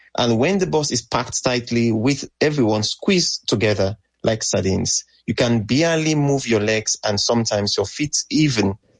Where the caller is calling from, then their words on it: Freetown, Western Area, Sierra Leone; I'm speaking from Freetown, Sierra Leone.